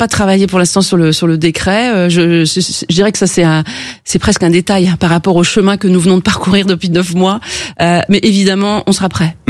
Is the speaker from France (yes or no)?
yes; France; tous les réseaux sociaux sont concernés chez nous, en France, en tout cas, dans notre définition.